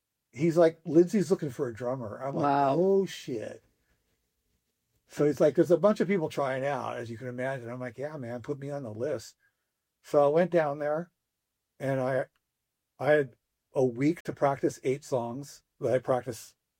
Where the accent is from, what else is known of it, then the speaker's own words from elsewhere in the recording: United States; I'm American.